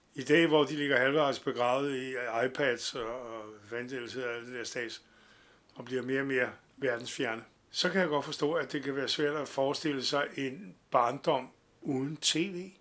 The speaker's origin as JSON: {"language": "Danish", "town": "Copenhagen", "region": "Capital Region of Denmark", "country": "Denmark", "tie": "born or raised there", "said": "hvor jeg voksede op på Prags Boulevard, som er et arbejderkvarter."}